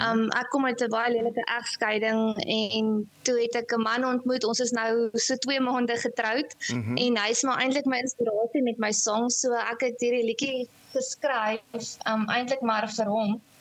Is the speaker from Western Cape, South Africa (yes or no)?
yes; Oudtshoorn, Western Cape, South Africa; also born or lived in Port Elizabeth; now in Mossel Bay, South Africa; Ek is gebore eindelijk in Port Elizabeth. Okay. My pa was daar in die gevangenis in die gelees en toe het ons Mosselbaai toe gekom en toe Oudtshoorn toe en daar het ek groot geworden en as ek weer terug in Mosselbaai.